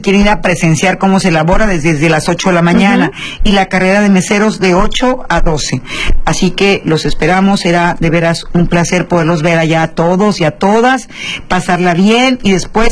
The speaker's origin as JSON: {"language": "Spanish", "country": "Mexico", "said": "Yo soy californiana, y aquí yo siempre recuerdo, digo, ya soy una mujer adulta mayor"}